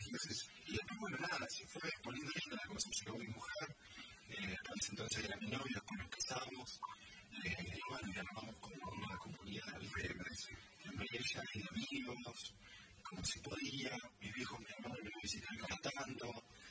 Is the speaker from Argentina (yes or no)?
yes; Argentina; Somos como muy argentinos, sí